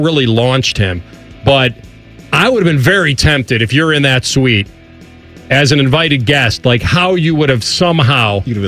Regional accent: Illinois, United States; Because Risky Business was made in my hometown, most of the entire movie, the downtown shots in Chicago, the going around the suburb, the whole deal.

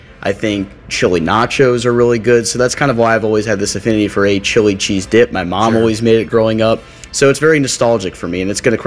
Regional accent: Maryland, United States; Yep, and I grew up in Maryland, so I live and breathe crabs.

